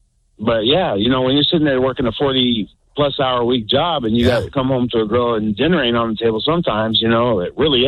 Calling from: Las Vegas, Nevada, United States; I'm from Vegas

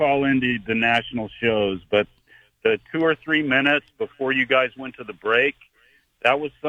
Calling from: Las Vegas, Nevada, United States; I'm calling from Vegas, so we've got Asia Wilson, we've got Becky Hammond.

